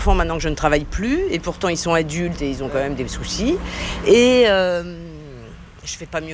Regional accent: Grand Est, France; Je suis de Champagne.

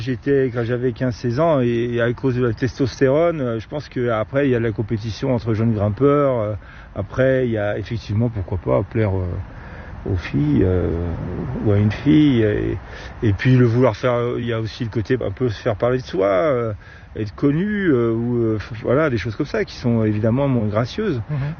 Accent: Grenoble, Auvergne-Rhône-Alpes, France; born there; je suis de Grenoble et ma mère m'emmenait souvent, très jeune, en marché.

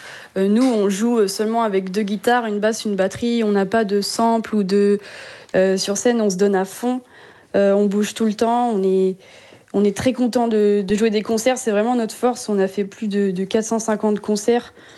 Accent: Noirmoutier, Pays de la Loire, France; on a tous 24 ans. On vient de Vendée, de la côte, vers Saint-Gilles-Croix-de-Vie, Noirmoutier.

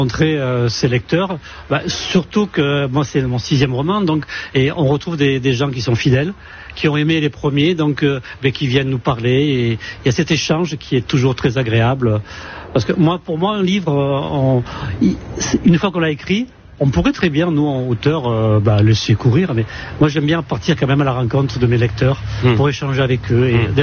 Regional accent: Beausoleil, Provence-Alpes-Côte d'Azur, France; je suis originaire de Beausoleil

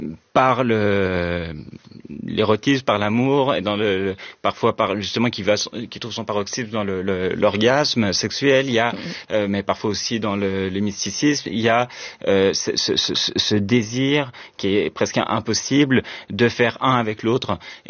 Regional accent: Quebec, Canada; accent: Québécois; Mais par exemple, moi qui ai grandi grandi au Québec, je vais au Québec et je reprends progressivement mon accent québécois

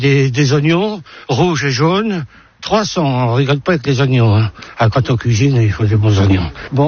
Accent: Normandy, France; Et je suis assez content parce que par ici, moi, je suis normand.

